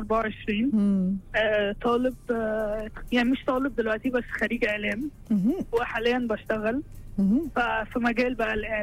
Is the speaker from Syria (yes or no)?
yes; Syria; انا سوري اتلخبطت ما بين استاذ حمايه واستاذ